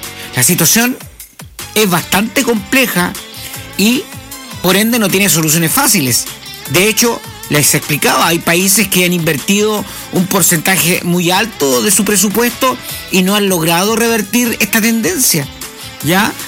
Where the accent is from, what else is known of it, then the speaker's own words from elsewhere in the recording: Chile; somos muy pocos chilenos los que vamos quedando en el país